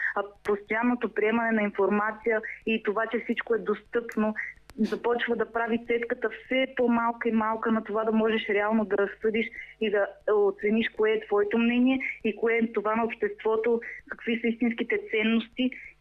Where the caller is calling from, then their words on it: Novi Iskar, Sofia City, Bulgaria; От Нови Искър.